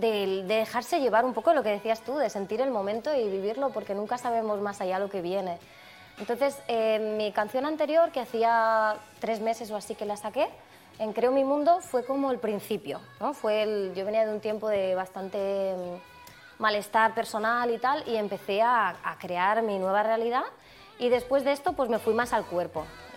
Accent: Badalona, Catalonia, Spain; moved away as an adult; now in Barcelona, Spain; En Badalona, que somos todo la mitad charnegos

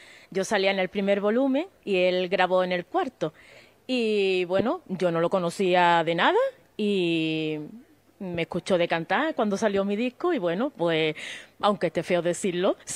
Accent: Málaga, Andalusia, Spain; Boquerona. Soy de Ciudad Jardín.

